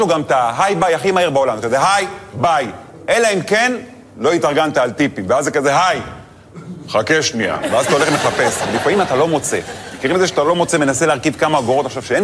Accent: Netanya, Central District, Israel; האמת, אני גדלתי בנתניה, לא יצא לי, בחיים לא היה לי שליח בבית, כי אמא טריפוליטאית, היא מכינה הכל.

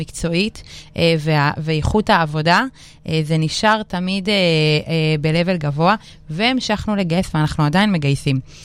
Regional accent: Southern District, Israel; אני ככה מהנגב

